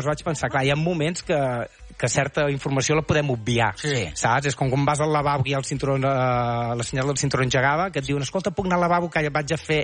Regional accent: Terrassa, Catalonia, Spain; Jo soc de Terrassa

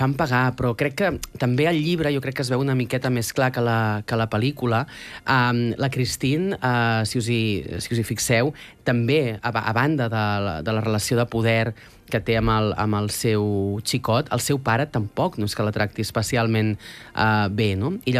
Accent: Catalonia, Spain; jo crec que nosaltres, com a catalans, com a europeus, no ens en podem fer exactament la idea, no?

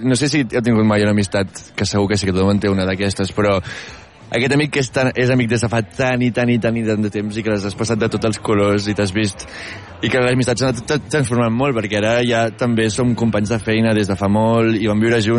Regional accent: Espolla, Catalonia, Spain; Mira, amb en Quim, jo soc natural d'Espolla

